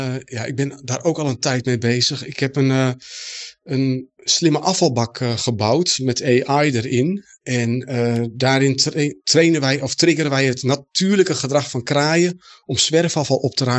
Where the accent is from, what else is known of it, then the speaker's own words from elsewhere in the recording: Erica, Drenthe, Netherlands; also born or lived in Groningen; Ik ben opgegroeid op Erica.